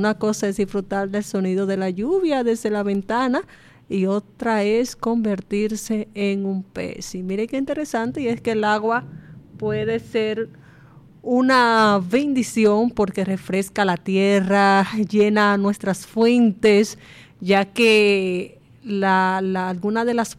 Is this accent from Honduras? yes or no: no; Dominican Republic; la mayoría de los hogares dominicanos tenemos la costumbre